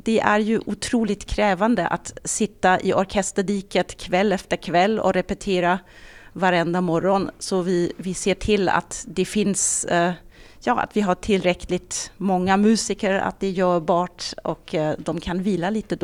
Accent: Germany; Swedish is a second language; now in Sweden; Jag är från Tyskland så det kan hända att jag använder ord som kanske inte passar 100%.

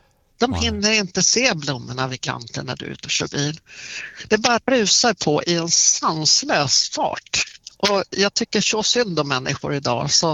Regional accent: Italy; Jag är ju från Italien så att jag tutar en hel del.

